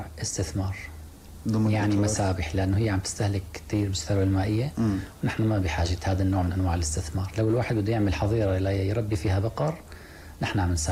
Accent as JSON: {"language": "Arabic", "country": "Syria", "said": "الثروة المائية اللي هي أغلى ما نملك نحن كسوريين بعد روحنا"}